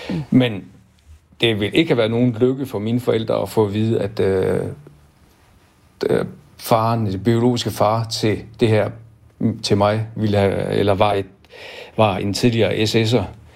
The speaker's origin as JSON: {"language": "Danish", "area": "Thy", "region": "North Denmark Region", "country": "Denmark", "tie": "born or raised there", "said": "Jeg er opvokset i Thy og har været rigtig glad for det. Jeg har haft verdens bedste forældre deroppe, så jeg mener, jeg er mere produkt af det miljø, jeg er vokset op"}